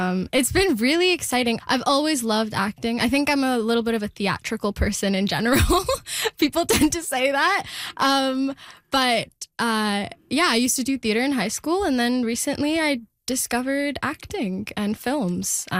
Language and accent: English; India; first language Telugu; English is a second language; I watch Telugu movies, which is my native language.